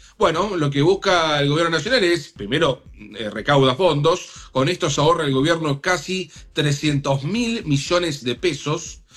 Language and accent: Spanish; Mar del Plata, Buenos Aires Province, Argentina; moved away; yo soy de Mar del Plata, como ustedes saben. Sí. Y nunca cambié el domicilio, nunca me interesó.